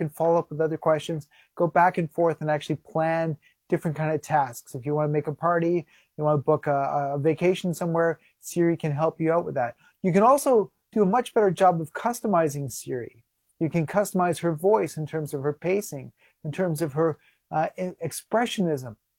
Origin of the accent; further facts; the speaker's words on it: Canada; it's weird being Canadian because we're kind of in between the UK and the American experience.